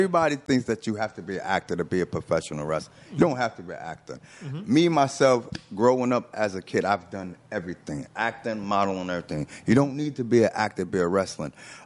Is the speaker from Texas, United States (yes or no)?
no; New York City, New York, United States; I grew up in Queensbridge, you know, and mm-hmm. Queensbridge is one of the largest housing projects in the world.